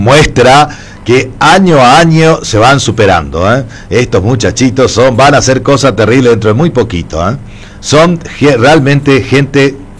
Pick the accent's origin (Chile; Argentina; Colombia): Argentina; acá estamos los argentinos